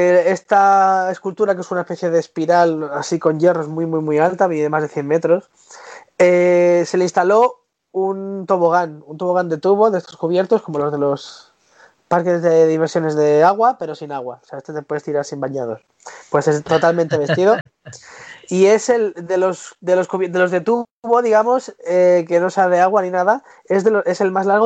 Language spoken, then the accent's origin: Spanish; Murcia, Region of Murcia, Spain; No me sale. Es que yo soy de Murcia.